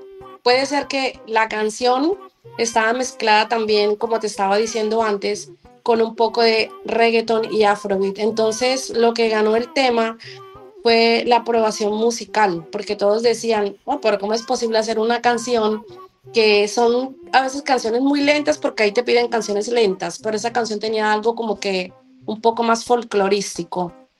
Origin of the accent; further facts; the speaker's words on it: Cartagena, Bolívar, Colombia; yo soy cartagenera, amo el mar